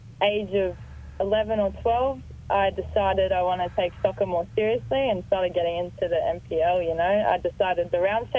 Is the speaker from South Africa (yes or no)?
no; Sydney, New South Wales, Australia; I've lived in Epping for most of my life.